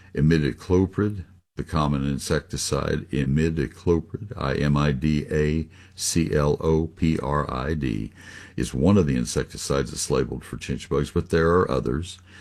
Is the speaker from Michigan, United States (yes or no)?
no; College Station, Texas, United States; also born or lived in Ohio; I grew up in College Station.